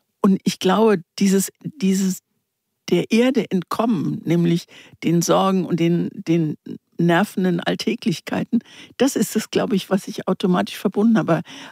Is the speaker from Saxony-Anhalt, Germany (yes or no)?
no; Mannheim, Baden-Württemberg, Germany; also born or lived in former East Germany (GDR); Mannheim, weil ich da aufgewachsen bin. Aber ich fühle mich jetzt in Mannheim nicht so sehr verwurzelt.